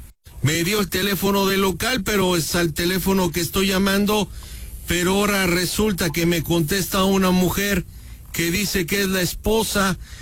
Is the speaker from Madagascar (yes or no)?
no; Chimalhuacán, State of Mexico, Mexico; Yo soy acá de Chimalhuacán.